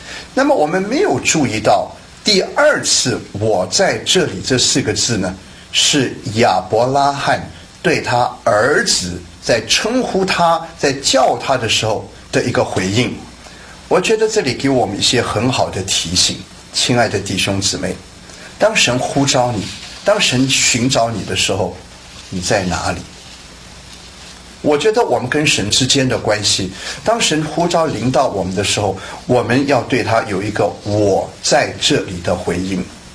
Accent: China; 要他把他的我们中国人说老来子

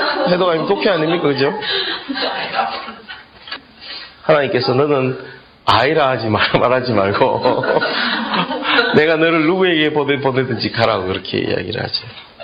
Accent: Gyeongsang, South Korea; 나는 경상도 사람으로서

